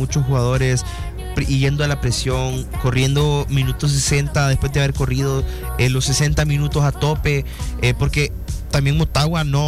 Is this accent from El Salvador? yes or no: yes; El Salvador